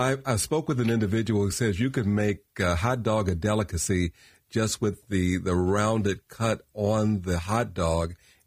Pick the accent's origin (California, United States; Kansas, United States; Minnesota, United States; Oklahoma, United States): Kansas, United States; Growing up in Kansas